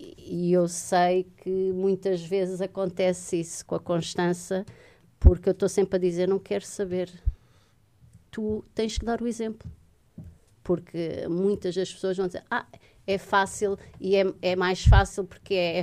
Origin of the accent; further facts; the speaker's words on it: Funchal, Madeira, Portugal; Nasci mesmo no Funchal, numa clínica mesmo no Funchal. Em 1978.